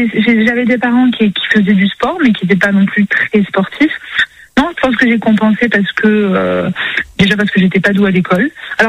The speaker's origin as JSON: {"language": "French", "town": "Avignon", "region": "Provence-Alpes-Côte d'Azur", "country": "France"}